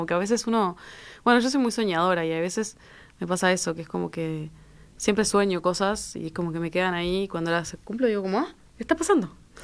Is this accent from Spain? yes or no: no; Maldonado, Uruguay; yo soy de Maldonado y fui con el liceo cuando era chica